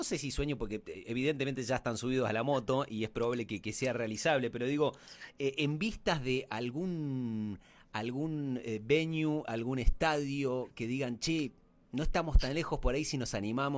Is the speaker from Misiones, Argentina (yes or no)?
yes; Misiones, Argentina; Yo soy de Misiones.